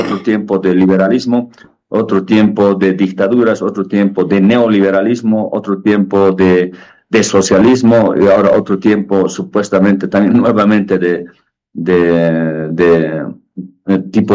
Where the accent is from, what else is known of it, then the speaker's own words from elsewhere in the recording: Bolivia; no son bolivianos, también son bolivianos, todos somos bolivianos